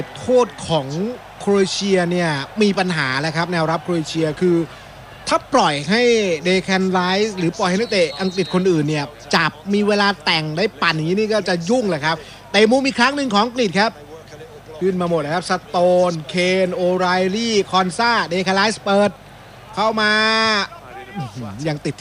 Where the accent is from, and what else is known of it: Bangkok, Thailand; born there